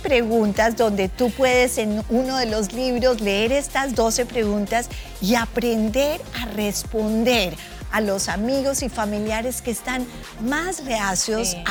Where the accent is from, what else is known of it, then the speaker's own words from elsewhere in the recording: Colombia; Yo soy colombiana, ya lo dije